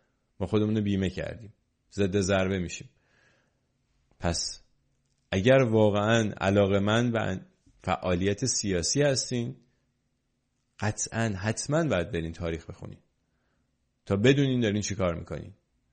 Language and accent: Persian; Iran; ما ایرانی هستیم و برای ایران بعد از جمهوری اسلامی بگذاریم.